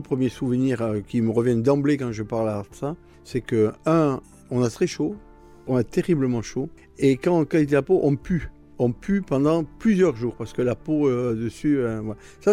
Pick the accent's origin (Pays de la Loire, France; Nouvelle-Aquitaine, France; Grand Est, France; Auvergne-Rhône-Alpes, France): Nouvelle-Aquitaine, France; Bayonne; je suis originaire de Bayonne